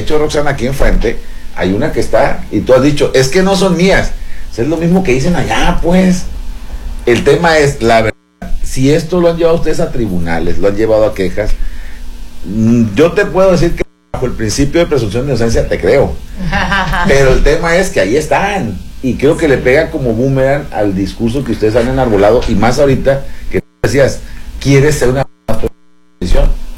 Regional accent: Navolato, Sinaloa, Mexico; le mando un saludo a mi paisano, amigo, ya sabes cómo somos de Navolato

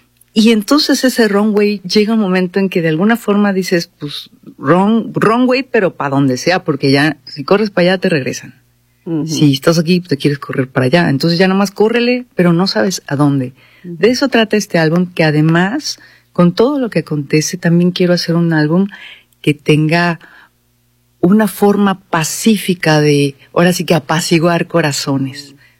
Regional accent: Mexico; moved away; also born or lived in United States; el seguir viviendo como mujer mexicana en México

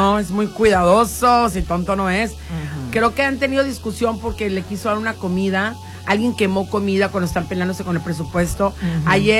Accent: Sinaloa, Mexico; siendo sinaloenses

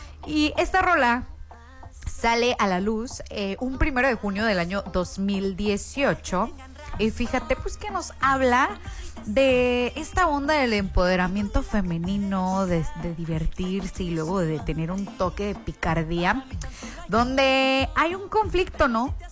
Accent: Mexico; porque somos mexicanos y viva México.

